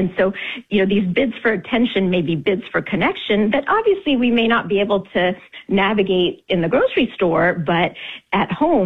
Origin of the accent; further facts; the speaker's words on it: Tennessee, United States; You know, I remember growing up in Tennessee in my elementary school.